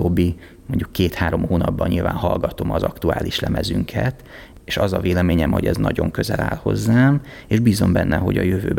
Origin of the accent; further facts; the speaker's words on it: Hungary; born there; moved away as an adult; milyen távol kerültem attól a közegtől és közösségtől, ahol egyébként vidéken felnőttem.